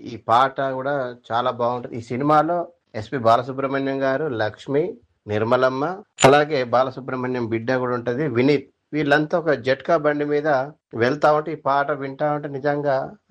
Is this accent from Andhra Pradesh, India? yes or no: no; Rampuram, Telangana, India; మాది భద్రాద్రి కొత్తగూడెం జిల్లా రాంపురం గ్రామం.